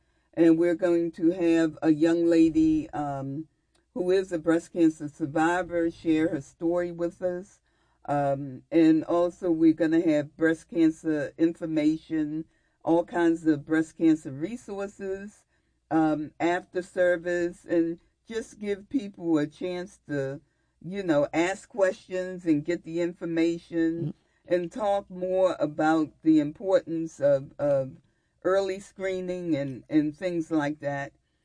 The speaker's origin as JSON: {"language": "English", "town": "Baltimore", "region": "Maryland", "country": "United States", "tie": "born or raised there", "lives_now": "Baltimore County, United States", "said": "I've been born and raised in Baltimore. Mm-hmm. So I also have a love for Baltimore."}